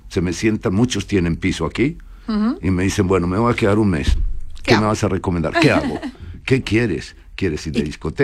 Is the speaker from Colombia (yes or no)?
yes; Colombia; born there; Yo soy hijo de diplomáticos. Nací en Colombia, pero mi padre es gallego y mi madre es sevillana.